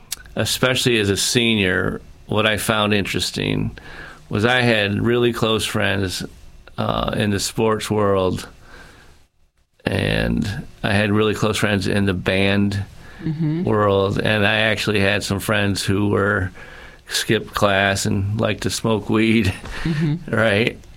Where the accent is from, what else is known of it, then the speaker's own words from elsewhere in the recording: Marcellus, New York, United States; also born or lived in Rochester / Syracuse / Boulder, Colorado; I grew up. I was born in Rochester, but then we moved to Syracuse. I grew up in Marcellus, which is a suburb of Syracuse.